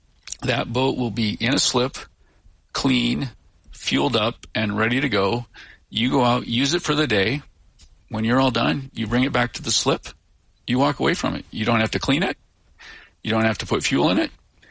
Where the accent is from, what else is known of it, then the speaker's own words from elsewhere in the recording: Midwest, United States; moved away as an adult; now in Seattle, United States; I grew up in the Northern Great Lakes on the North Shore of Lake Michigan.